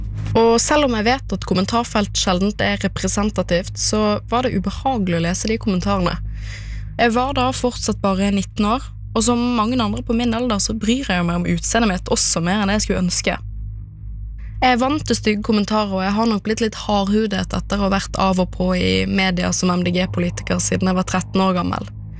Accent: Bergen, Vestland, Norway; Men jeg føler meg stort sett som en hvilken som helst annen ungdom, spesielt når jeg er hjemme i Bergen sammen med familien eller med vennegjengen.

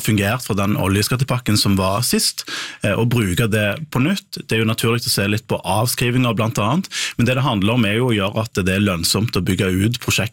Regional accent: Stavanger, Rogaland, Norway; Man har allerede sett plasser som jeg kommer fra Stavanger og Vestland, at det er store nedbemanninger i mange selskaper.

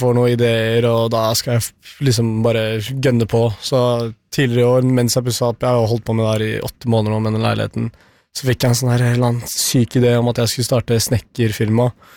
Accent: Albania

